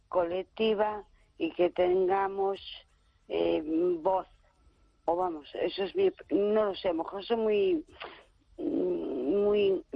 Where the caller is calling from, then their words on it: A Coruña, Galicia, Spain; de Coruña.